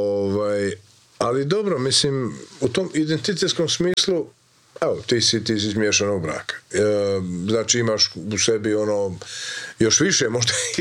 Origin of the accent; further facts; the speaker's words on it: Zagreb, City of Zagreb, Croatia; ja sam isto iz miješanog braka, imam i taj hrvatski, srpski i razne druge identitete lokalni, tamo gdje si rođen, pa kvartovski, zagrebački